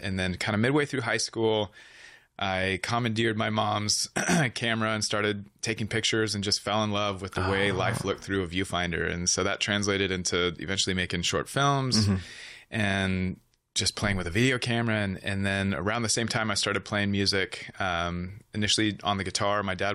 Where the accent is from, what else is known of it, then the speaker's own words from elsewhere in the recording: San Diego, California, United States; And I grew up in San Diego, about half an hour north of the Mexican border.